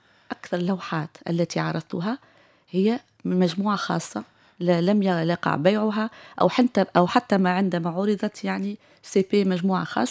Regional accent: Tunisia; وكنت أنا كتونسية

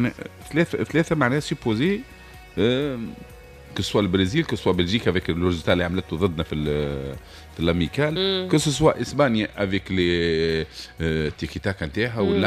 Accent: Tunisia; انا كتونسي

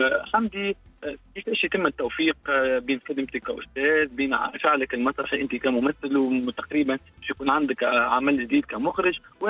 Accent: Tunisia

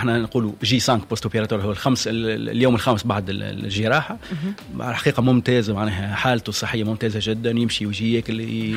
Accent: Tunisia; also born or lived in France; اللي قريت في الفاكولتي نتاعنا لهنا المونستير ومن بعد عملت زاولت الاختصاص نتاعي في تونس أربع سنين

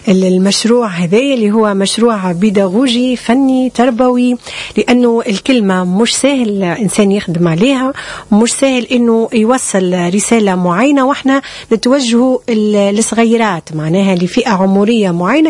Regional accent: Tunisia; هويتنا التونسية، لهجتنا التونسية، عاداتنا وتقاليدنا

